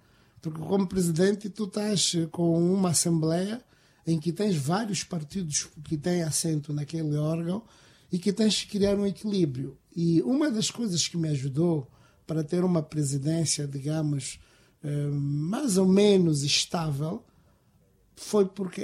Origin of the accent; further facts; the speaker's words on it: Malema, Nampula, Mozambique; Sim, pelo círculo eleitoral de Malema, eu vinha de Malema.